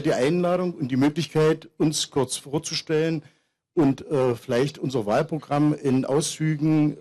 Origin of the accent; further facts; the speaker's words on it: Dessau, Saxony-Anhalt, Germany; Zu meiner Person … ich bin gebürtiger Dessauer, über Generationen schon hier mit der Stadt verwurzelt